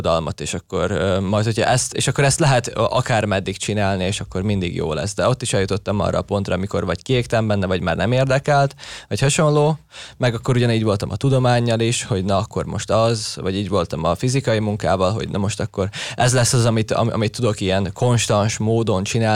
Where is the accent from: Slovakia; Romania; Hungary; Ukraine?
Slovakia; moved away; még anno otthon Szlovákiában